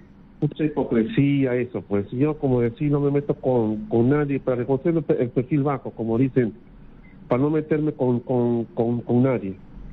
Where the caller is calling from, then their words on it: Lima, Peru; de San Juan de Miraflores.